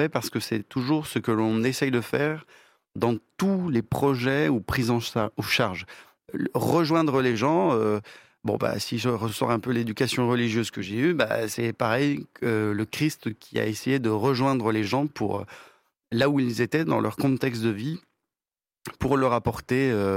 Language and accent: French; Madagascar; moved away as an adult; now in France; Moi, j'étais rentré de Madagascar pour faire mes études supérieures et puis comme beaucoup, après on construit notre vie ici, quoi.